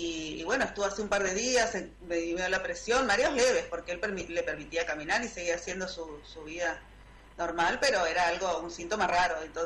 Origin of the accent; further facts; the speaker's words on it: Puerto Tirol, Chaco, Argentina; Soy de Puerto Tirol, somos una familia de Puerto Tirol que estamos acompañando a Tomás, mi hijo de 22 años